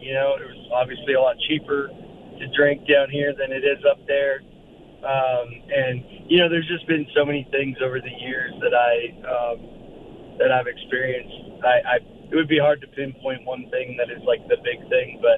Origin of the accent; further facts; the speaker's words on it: Alberta, Canada; Usually, I was a left winger, you know, growing up in Alberta